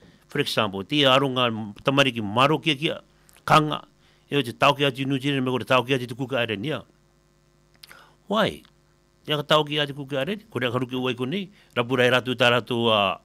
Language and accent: English; Cook Islands; born there; I'm a Cook Island nationality. But irunga the passport, I am a New Zealander or Australian nationality. I'm an Australian citizen, I'm a New Zealand citizen. Place of birth? Cook Island.